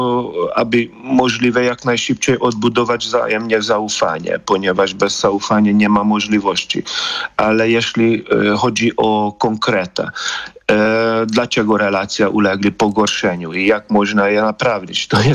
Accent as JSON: {"language": "Polish", "country": "Hungary", "said": "bo jestem Węgrem"}